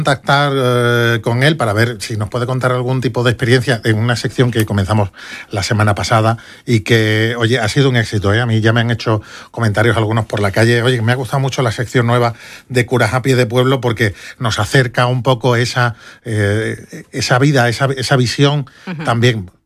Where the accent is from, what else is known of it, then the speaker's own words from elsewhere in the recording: Spain; los españoles que estamos aquí